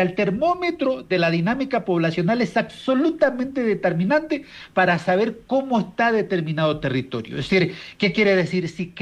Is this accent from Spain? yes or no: no; Chone, Manabí, Ecuador; born or raised there